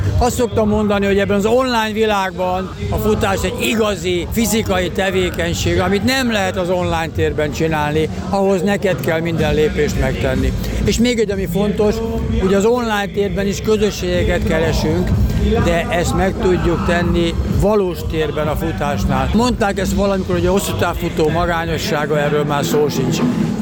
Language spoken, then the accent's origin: Hungarian; Hungary; Mert azt gondolom, hogy magyarok vagyunk.